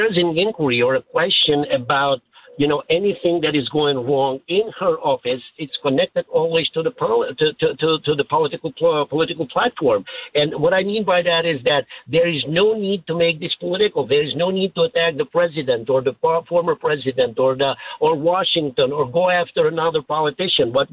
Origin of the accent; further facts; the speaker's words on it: Albania; English is a second language; now in United States; I was born and raised in a communist Albania. I came to the United States as a refugee with my family. I didn't speak a word of English at that time.